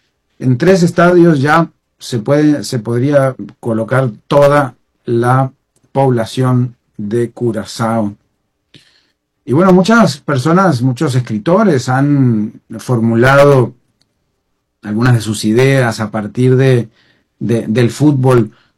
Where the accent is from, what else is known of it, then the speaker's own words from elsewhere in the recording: Uruguay; now in Costa Rica; Yo soy uruguayo, pero vivo en Costa Rica.